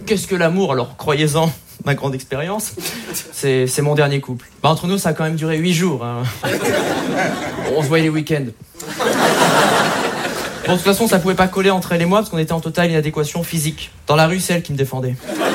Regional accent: Menton, Provence-Alpes-Côte d'Azur, France; Je viens de la Côte d'Azur. Une petite ville s'appelle Menton. À la frontière italienne, c'est très joli, hein.

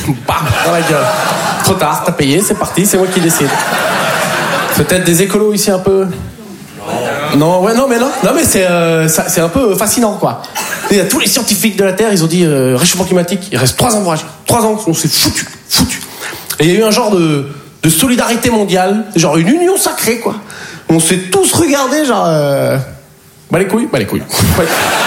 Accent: Poitiers, Nouvelle-Aquitaine, France; now in Paris, France

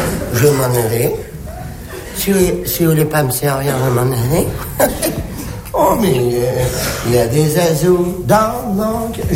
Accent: Dakar, Senegal; Alors que je suis né à Dakar, à 20 ans, on m'a dit qu'il fallait opter pour la nationalité. Ah, j'ai dit, je suis bien, moi, à Dakar.

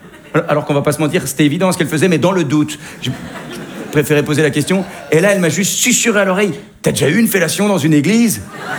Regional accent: Belgium; je sais de quoi je parle, je viens de Belgique.

